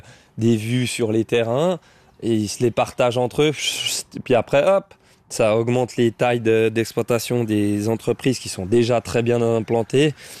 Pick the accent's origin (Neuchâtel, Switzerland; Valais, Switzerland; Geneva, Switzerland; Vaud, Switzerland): Geneva, Switzerland; Versoix; born or raised there